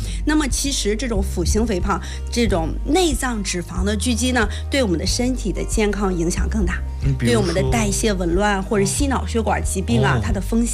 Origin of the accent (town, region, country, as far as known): China